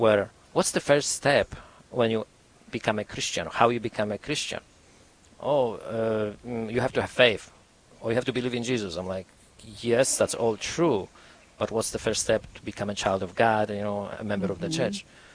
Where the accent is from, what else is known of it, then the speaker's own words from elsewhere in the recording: Poland; now in United States; we're Catholics, and I grew up in Poland, in a Catholic country. When I arrived to the United States, I get to know many separated brothers or Protestants in a way.